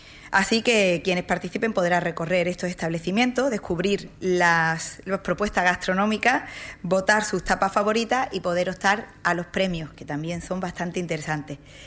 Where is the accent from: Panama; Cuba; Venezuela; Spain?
Spain; Pizarra, Andalusia; born there; el municipio Pizarra, mi pueblo